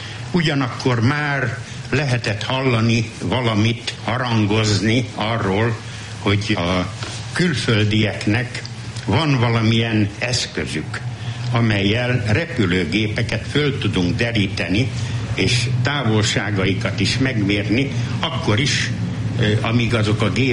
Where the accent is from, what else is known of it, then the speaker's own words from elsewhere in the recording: Hungary; born there; moved away; a kis falunak a tornyára én föl tudnék mászni, ahol én születtem és laktam